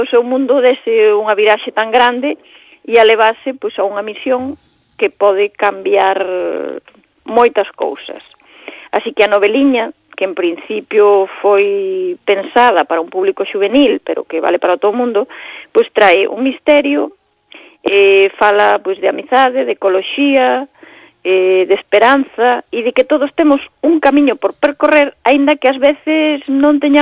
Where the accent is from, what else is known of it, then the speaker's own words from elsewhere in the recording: Santiago de Compostela, Galicia, Spain; Vale, pero somos de Santiago, non do Camiño.